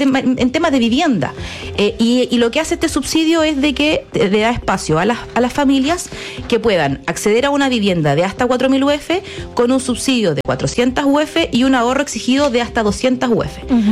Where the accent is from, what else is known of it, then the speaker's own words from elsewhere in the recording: Buenos Aires, Argentina; te conozco desde muy chica, uh-huh, también, soy porteña